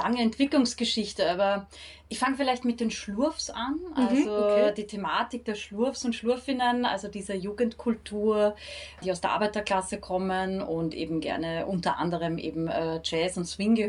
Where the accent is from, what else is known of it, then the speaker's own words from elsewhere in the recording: Austria; gerade als Österreicherin